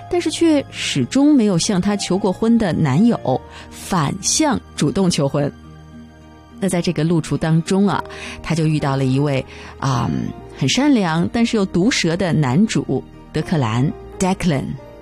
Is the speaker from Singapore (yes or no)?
no; China; 你说这太像我们中国人才说的年份